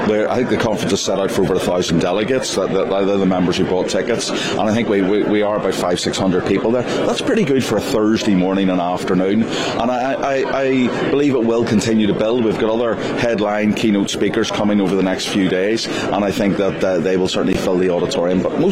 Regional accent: United Kingdom; I'm not ashamed of being a Brit and never will be.

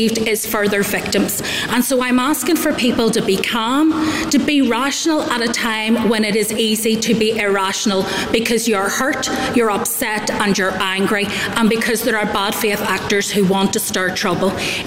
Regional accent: Northern Ireland, United Kingdom; I grew up at a time in this place where my accent alone would have identified a potential threat in a community

